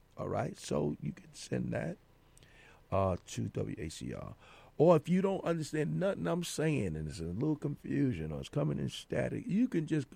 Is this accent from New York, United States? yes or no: yes; New York City, New York, United States; I'm from Brooklyn